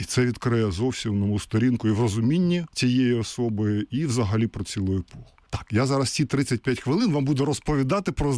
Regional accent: Berdiansk, Zaporizhzhia Oblast, Ukraine; moved away as an adult; now in Kyiv, Ukraine; тільки через повномасштабне вторгнення я виїхав з Бердянська і вже 3.5 роки в Києві, а до того і я народився в Бердянську, і мої предки багато поколінь.

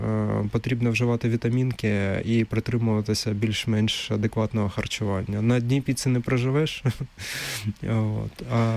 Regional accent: Kharkiv, Kharkiv Oblast, Ukraine; в Харкові, це моє рідне місто

